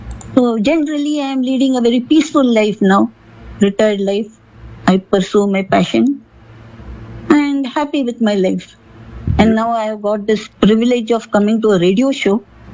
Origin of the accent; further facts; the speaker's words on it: Pune, Maharashtra, India; moved away as an adult; also born or lived in Mumbai; now in Bengaluru, India; मेरा जन्म पुणे में हुआ, education living everything was in Pune, got married and settled in Mumbai for 20 years. उसके बाद पति के जॉब के वजह से we all of us shifted to Bengaluru.